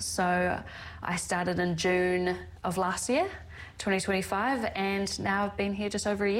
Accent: Christchurch, Canterbury, New Zealand; Yes, so I grew up in Christchurch and I studied a Bachelor of Food Science and Nutrition in Otago.

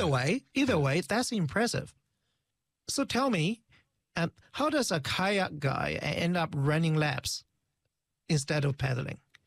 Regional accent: Beijing, China; now in New Zealand; I grew up in Beijing.

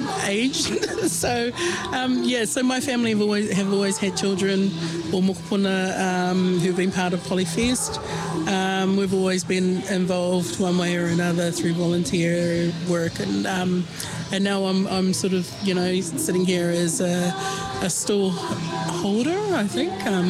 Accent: Dunedin, Otago, New Zealand; I was born here in Dunedin.

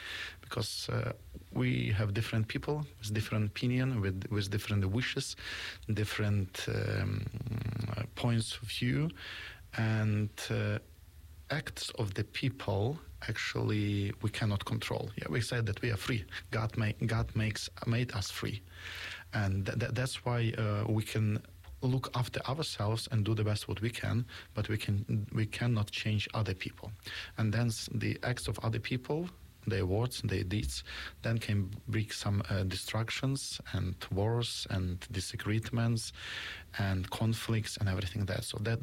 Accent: Ukraine; English is a second language; now in Australia; I learned English back in Ukraine when I was in the school. I started from the very beginning, and then during university studies and seminary studies, we have English, so that wasn't something new for me. So when I came to Australia

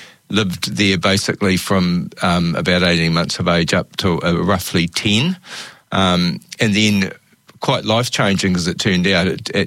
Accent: Christchurch, Canterbury, New Zealand; Yep, I grew up in Linwood Ave in Christchurch, and what I would consider to be a pretty normal working class family.

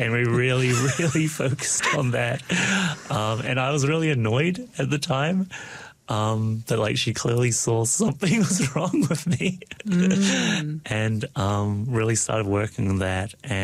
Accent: Dunedin, Otago, New Zealand; first language Cantonese; Well, things got fucky growing up in New Zealand. Because like very quickly on, I realized how different I was from the other kids. Because Dunedin's very white.

